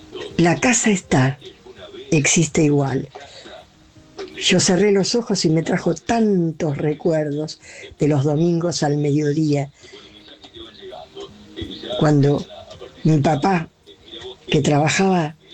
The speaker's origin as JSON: {"language": "Spanish", "region": "Buenos Aires", "country": "Argentina", "tie": "born or raised there", "said": "yo volví a mi barrio. Mi barrio era de Almagro. Es de Almagro. En la calle Guardia Vieja y Gascón."}